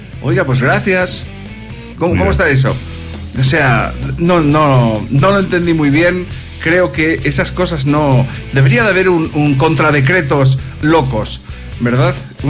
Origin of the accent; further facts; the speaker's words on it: Ecuador; Es que, como buen ecuatoriano, vamos a la supletoria.